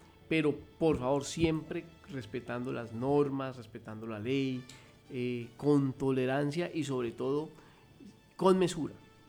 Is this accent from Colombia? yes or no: yes; Tocaima, Cundinamarca, Colombia; moved away as an adult; now in Bucaramanga metropolitan area, Santander, Colombia; Yo soy oriundo de Cundinamarca, Tocaima, pero yo siempre digo que uno no es de donde nace, uno es de donde pelea y de donde trabaja, y pues en este momento pues soy aquí santandereano porque llegué fue a trabajar por Santander